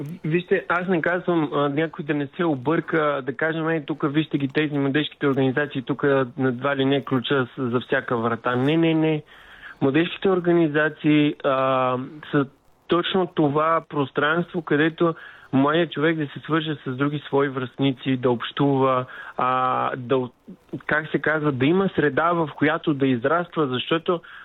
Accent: Varna, Varna Province, Bulgaria; съм от Варна.

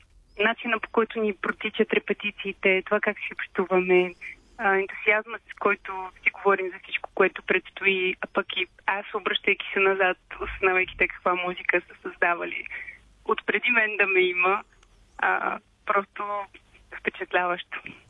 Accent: Silistra, Silistra Province, Bulgaria; когато танцувах класически балет в моя роден град Силистра.

